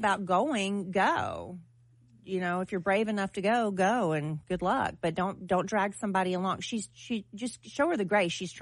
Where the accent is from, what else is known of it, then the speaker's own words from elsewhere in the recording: United States; born there; But like I'm very, very thankful that I was born in America.